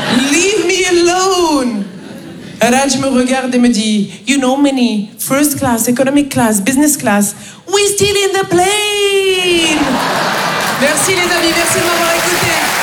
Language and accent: French; Paris, Île-de-France, France; Les amis, moi, je viens de Paris.